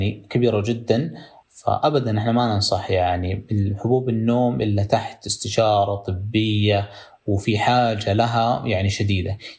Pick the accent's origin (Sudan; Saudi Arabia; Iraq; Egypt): Saudi Arabia